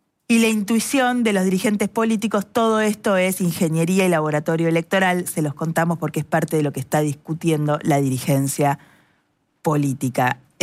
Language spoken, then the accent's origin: Spanish; Argentina; somos el país de Vaca Muerta